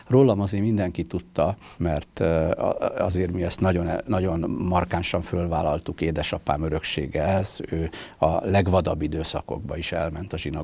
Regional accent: Budapest, Hungary; egy tradicionális neológ zsidó családba születtem. Ami azt jelenti, hogy amikor egész kicsi gyerek voltam, Király utcában laktunk, nagypapám vitt a zsinagógába

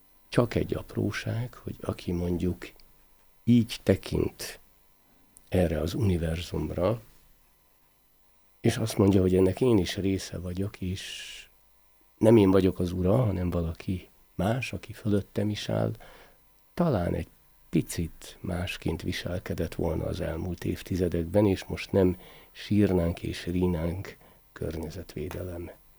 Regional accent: Hungary; Ugye én Tiszaparton nőttem fel

